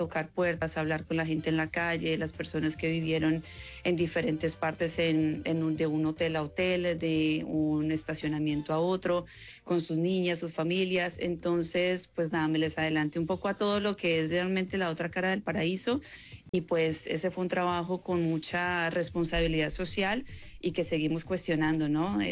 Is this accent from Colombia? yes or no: yes; Cali, Valle del Cauca, Colombia; moved away as an adult; also born or lived in Argentina; now in San Diego, United States; muy contenta como colombiana